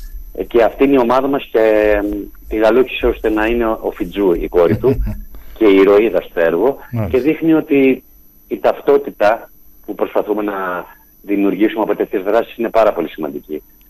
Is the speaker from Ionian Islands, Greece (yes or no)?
no; Heraklion, Crete, Greece; born there; also born or lived in Athens; Και μετά που μετακόμισα στην πόλη μου στην Κρήτη, εδώ στο Ηράκλειο, που μετακόμισα από την Αθήνα, γιατί εδώ γεννήθηκα, ναι, μετά ακολουθούσα την ομάδα της πόλης μου.